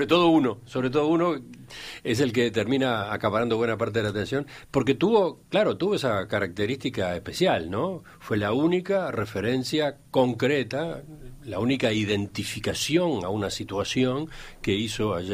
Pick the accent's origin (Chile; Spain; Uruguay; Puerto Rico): Uruguay